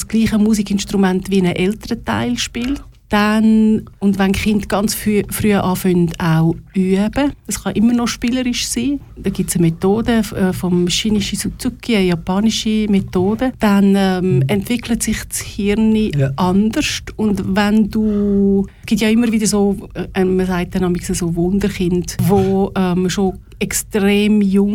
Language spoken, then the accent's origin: German; Linthal, Glarus, Switzerland; Ich bin hinterst im Glarnerland aufgewachsen, also geboren in Glaris und aufgewachsen ganz hinten in Lintal.